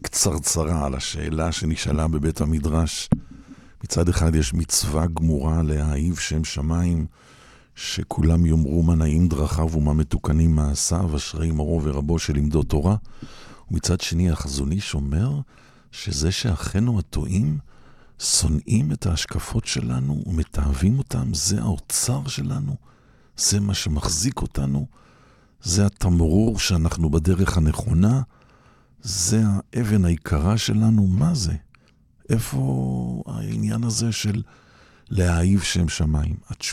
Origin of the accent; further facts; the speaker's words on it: Petah Tikva, Central District, Israel; אנחנו, אני יליד פתח תקווה, בן לניצולי שואה, אמא שלי הייתה עם מספר של הנאצים על היד